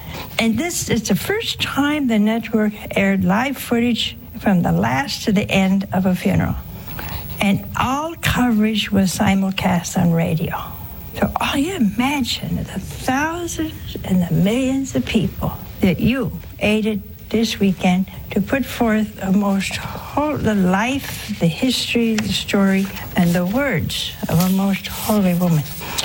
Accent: Ohio, United States; We have people from my home state, Ohio

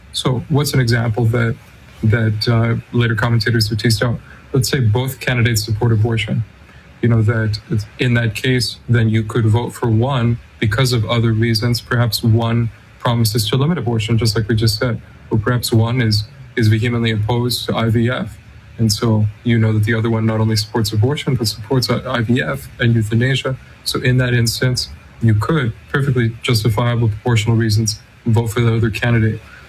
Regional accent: Canada; I love this country. I'm a Canadian, but, you know, I've been giving thanks to God with all of you Americans

